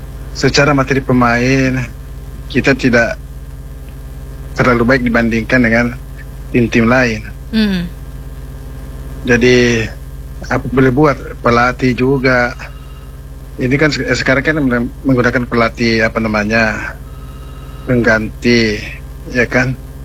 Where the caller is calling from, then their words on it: Makassar, South Sulawesi, Indonesia; saya sebagai warga Makassar atau Sulawesi Selatan